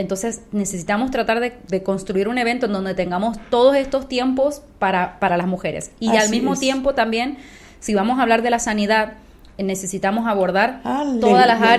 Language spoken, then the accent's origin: Spanish; Argentina; Soy argentina.